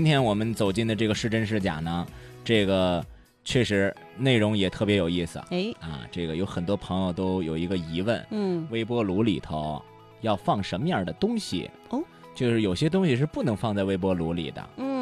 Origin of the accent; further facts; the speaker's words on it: northern China, China; moved away as an adult; now in Changsha, China; 所以为什么我作为一名北方人会在大学之后留在了长沙